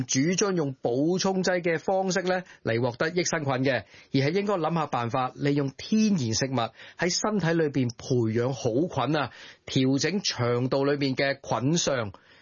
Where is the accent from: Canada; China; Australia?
China; 即系我哋中国人最中意食嗰啲乜嘢啊